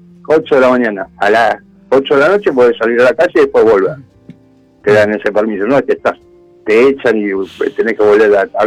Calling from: Buenos Aires, Argentina; Yo vivo en un parador

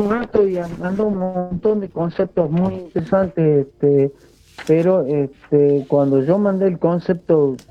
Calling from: San Miguel de Tucumán, Tucumán, Argentina; San Miguel de Tucumán.

